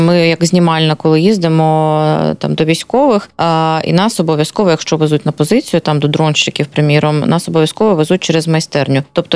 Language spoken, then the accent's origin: Ukrainian; Luhansk Oblast, Ukraine; moved away; про мою рідну Луганщину